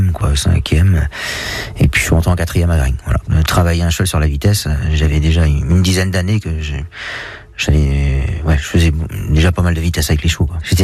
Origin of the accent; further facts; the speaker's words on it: Avranches, Normandy, France; Je suis né à Avranches déjà. Mmh. Mes parents étaient de la Manche, donc j'ai passé toute mon enfance ici.